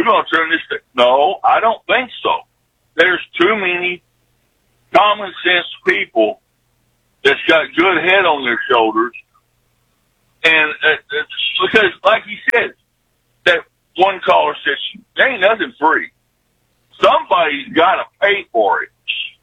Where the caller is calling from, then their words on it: Texas, United States; I'm from Texas too, I live about 3.5 hours north of Eagle, straight north of Eagle.